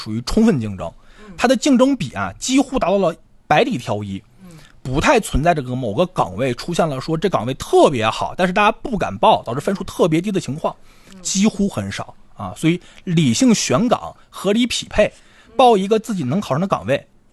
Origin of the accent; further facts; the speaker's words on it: Northeast China, China; 我也是东北人啊